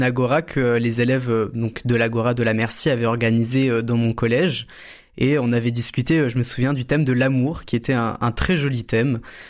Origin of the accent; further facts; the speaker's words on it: Montpellier, Occitanie, France; also born or lived in Saint-Aunès / Brussels (family origin); je suis né à Montpellier, je vis à Saint-Aunès aujourd'hui, et j'ai fait toute ma scolarité entre Saint-Aunès, où j'étais à l'école élémentaire, et Montpellier, où j'étais au collège et maintenant au lycée